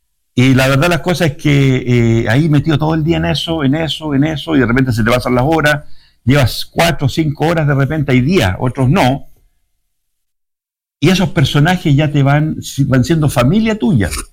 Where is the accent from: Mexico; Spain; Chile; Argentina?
Chile; Vicuña, Coquimbo; born there; Yo también nací en Vicuña. Mi partida de nacimiento lo dice.